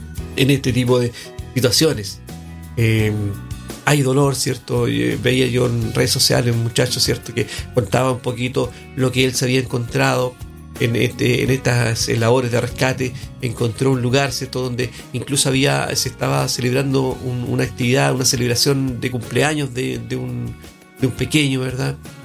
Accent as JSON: {"language": "Spanish", "country": "Chile", "said": "Como chilenos, nosotros somos un pueblo que sabemos de lo que estamos hablando."}